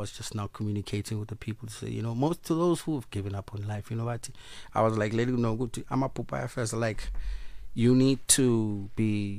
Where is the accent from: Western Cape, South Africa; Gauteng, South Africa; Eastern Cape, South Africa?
Western Cape, South Africa; Cape Town; Skomline is basically a nickname for my hometown.